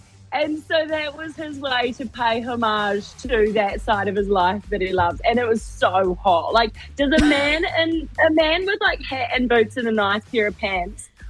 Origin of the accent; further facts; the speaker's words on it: New Zealand; I'm from New Zealand.